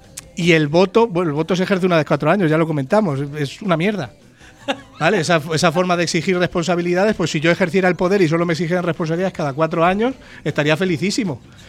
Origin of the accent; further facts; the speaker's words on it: Spain; somos todos los españoles los que votamos